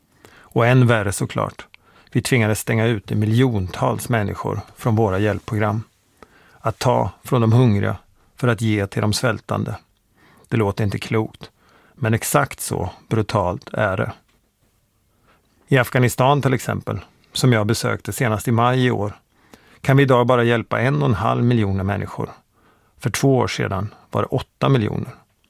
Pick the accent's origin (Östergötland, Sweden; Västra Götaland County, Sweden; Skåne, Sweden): Östergötland, Sweden; Borensberg; born or raised there; moved away